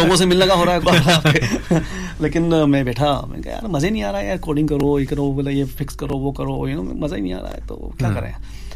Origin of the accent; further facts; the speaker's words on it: Rajasthan, India; मैं तो राजस्थान से हूँ मारवाड़ी खून है